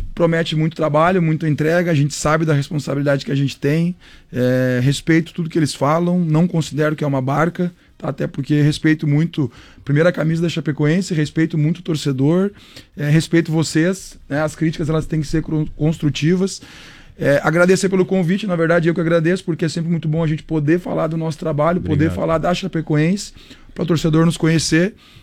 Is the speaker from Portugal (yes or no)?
no; Brazil